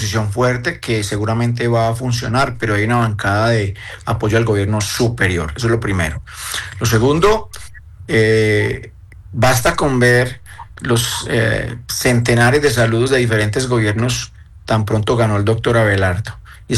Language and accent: Spanish; Colombia